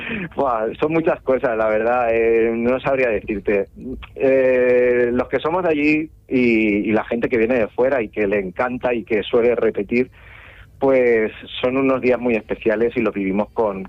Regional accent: Albacete, Castilla-La Mancha, Spain; como decimos en mi tierra

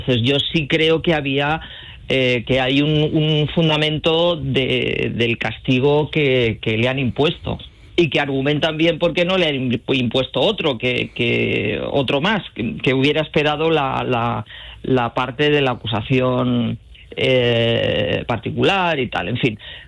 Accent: Spain

